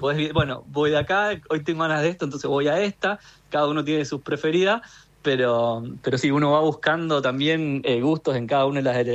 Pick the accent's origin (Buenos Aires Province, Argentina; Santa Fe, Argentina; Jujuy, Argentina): Santa Fe, Argentina; Rosario; el Monumento Nacional a la Bandera renovado, que nosotros como rosarinos a veces lo damos por sentado